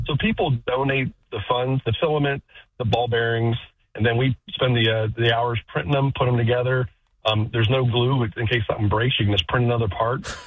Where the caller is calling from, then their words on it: Austin, Texas, United States; I'm actually from Austin